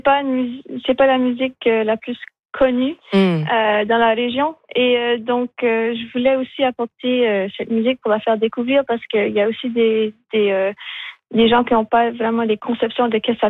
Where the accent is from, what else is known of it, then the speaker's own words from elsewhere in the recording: Edmundston, New Brunswick, Canada; born there; Oui, alors moi, je suis née à Edmundston, mais j'ai toujours vécu mes étés ici au Lac Baker parce que j'avais toujours un chalet de famille.